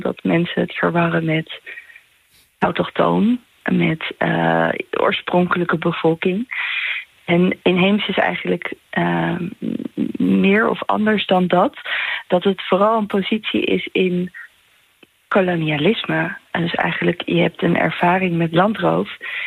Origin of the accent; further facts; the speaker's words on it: Netherlands; Ik ben een Nederlandse, Boliviaanse met Quechua roots.